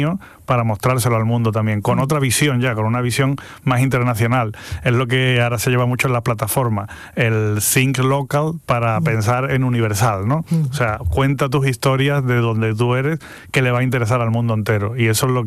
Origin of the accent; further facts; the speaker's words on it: Algeciras, Andalusia, Spain; born there; moved away as an adult; Yo nací en Algeciras. Algeciras es un lugar casi al final de Europa. Bueno, al final de Europa, uh-huh. Exactamente, es el último ya, Tarifa y Algeciras. Yo me tuve que ir con 18 años a estudiar fuera